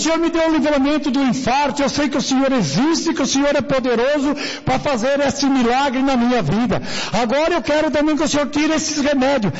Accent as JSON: {"language": "Portuguese", "town": "Jundiaí", "region": "São Paulo", "country": "Brazil", "said": "aí veio uma irmã abençoada lá de Louveira, nós somos de Jundiaí, usada por Deus, né?"}